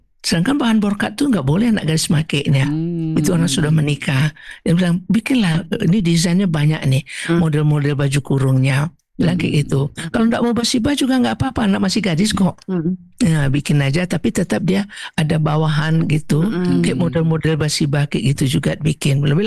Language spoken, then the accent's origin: Indonesian; West Sumatra, Indonesia